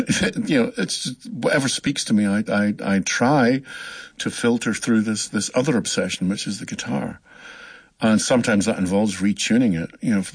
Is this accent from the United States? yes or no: no; Paisley, Scotland, United Kingdom; now in Ontario, Canada; I grew up in Paisley, in the west of Scotland. The big town. It's kind of famous for being the biggest town in the UK that isn't a city.